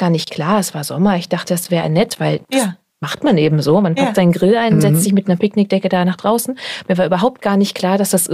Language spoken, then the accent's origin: German; Freiburg, Baden-Württemberg, Germany; now in Hamburg, Germany; ich komme ja ursprünglich aus Freiburg, aus dem Süden.